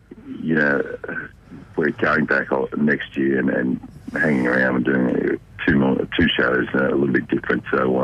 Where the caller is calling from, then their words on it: New South Wales, Australia; Central Coast, mate. I'm sitting in my back deck.